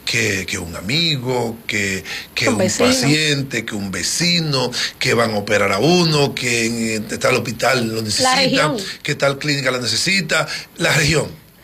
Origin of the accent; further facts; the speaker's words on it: Dominican Republic; volviéndonos, como decimos dominicanos, locos